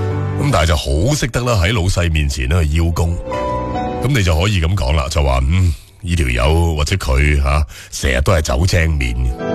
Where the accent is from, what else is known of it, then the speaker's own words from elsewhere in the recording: Guangdong, China; 我哋广东人